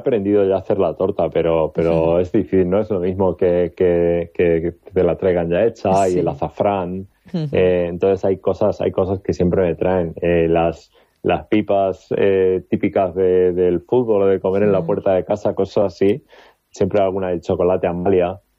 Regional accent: Spain; moved away as an adult; now in New Zealand; cuando has vivido en el extranjero, no es lo mismo siendo español irte a Irlanda o Alemania o Italia que irte a Nueva Zelanda

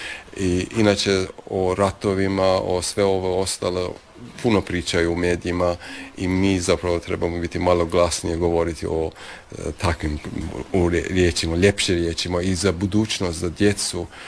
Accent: Iran; born there; Croatian is a second language; zato što sam rođen u Iranu imao sam privilegiju možda da znam više o Iranu, više bolje znam jezik, perzijski jezik

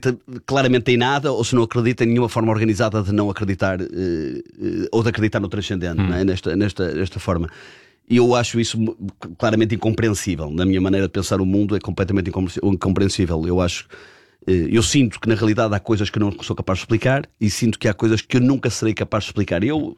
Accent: Portugal; nós somos portugueses

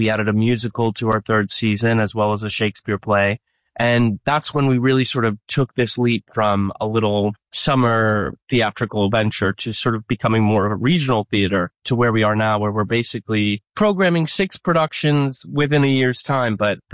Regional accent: Scranton, Pennsylvania, United States; this would be really fun to do in my hometown of Scranton, Pennsylvania.

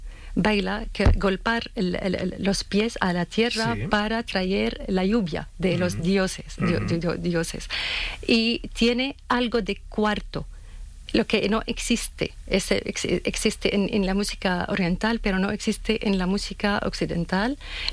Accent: Damascus, Damascus Governorate, Syria; also born or lived in Homs; Sí, de Homs. Uh-huh. Pero aunque crecí en Damasco, pero nací en Homs.

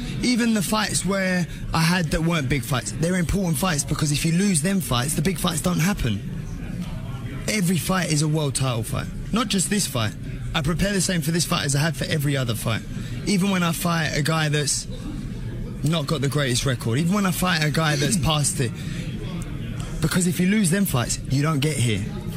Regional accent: Mexico; No, pero yo soy más mexicano que él.

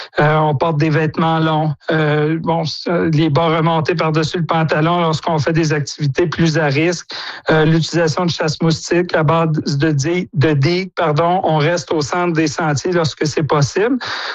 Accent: Quebec, Canada; chez nous au Québec

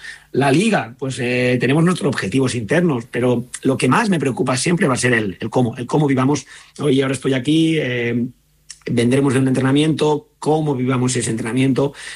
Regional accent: Spain; pues Fernando es español, yo soy entrenador español, en el staff hay mucha gente español

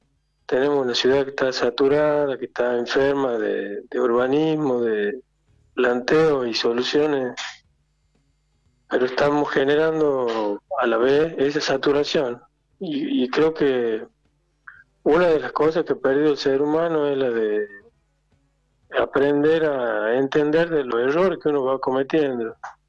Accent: San Miguel de Tucumán, Tucumán, Argentina; born there; Yo soy nacido en San Miguel de Tucumán

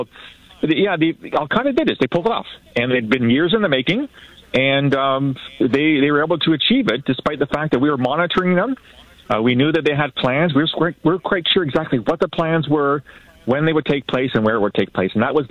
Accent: London, Ontario, Canada; I mean, I grew up in London, Ontario, right?

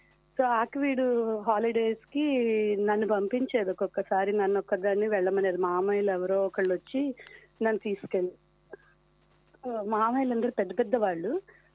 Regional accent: Vijayawada, Andhra Pradesh, India; మేము కూడాను చిన్నప్పుడు విజయవాడలో చాలా పెద్ద ఫ్యామిలీ మాది కూడా అన్నమాట. బాబాయిలు, అత్త అందరూ ఒకటే ఇంట్లో ఉండేవాళ్ళం. మూడు అంతస్తుల మేడ అది.

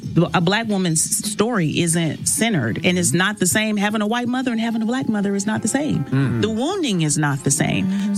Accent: Stedman, North Carolina, United States; now in Rock Hill, United States; I'm from Stedman, North Carolina.

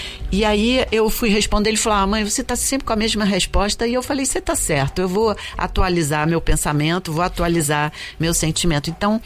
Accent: Brazil; eu sou neta de imigrantes e fui educada como brasileira

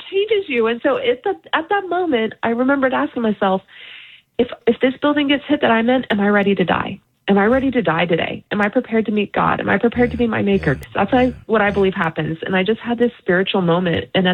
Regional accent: Houston, Texas, United States; I'm from Houston, I'm barely 23 years old.

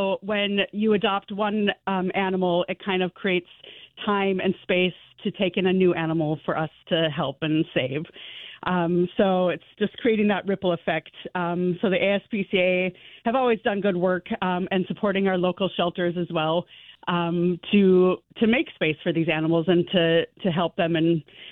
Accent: Lowry, Minnesota, United States; moved away as an adult; also born or lived in England; I grew up in Lowry, actually.

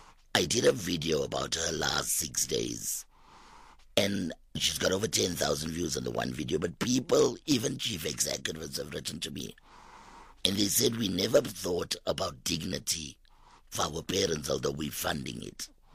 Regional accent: South Africa; And we're coming from South Africa.

